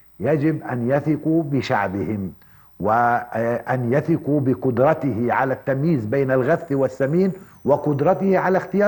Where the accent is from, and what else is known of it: Palestine